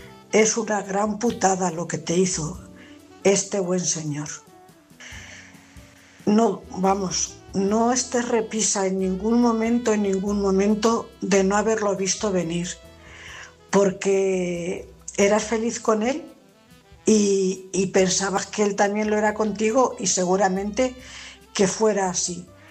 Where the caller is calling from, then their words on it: Cuenca, Castilla-La Mancha, Spain; Buenas noches … corresponsal de Cuenca.